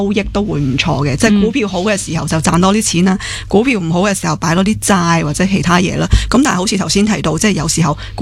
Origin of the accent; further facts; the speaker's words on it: Hong Kong; 我哋香港人